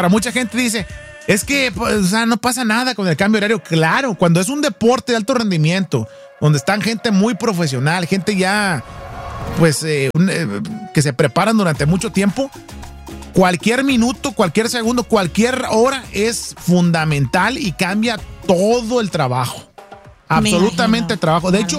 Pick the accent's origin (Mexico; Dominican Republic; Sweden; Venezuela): Mexico; nosotros somos de México.